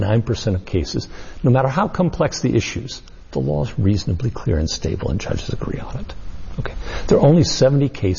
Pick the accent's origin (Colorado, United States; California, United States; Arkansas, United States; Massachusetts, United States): Colorado, United States; I love the fly fish. I'm from Colorado. It's a thing we do.